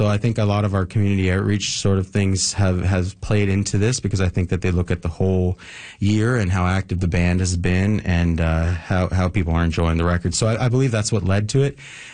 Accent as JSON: {"language": "English", "town": "Hopedale", "region": "Newfoundland and Labrador", "country": "Canada", "said": "I come from Hopedale."}